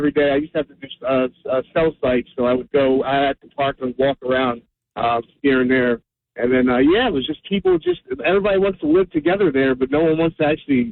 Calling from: New Jersey, United States; I used to work in the city, and I'm from New Jersey.

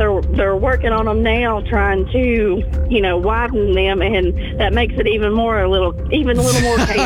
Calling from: Fall Branch, Tennessee, United States; I'm from Fall Branch.

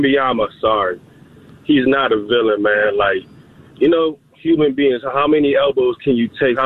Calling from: Montgomery County, Maryland, United States; I'm calling from Montgomery County currently.

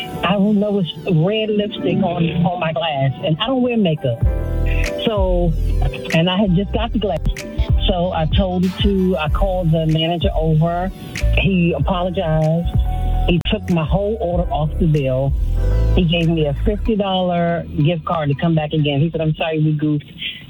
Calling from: Rockville, Maryland, United States; I'm calling from Rockville, Maryland.

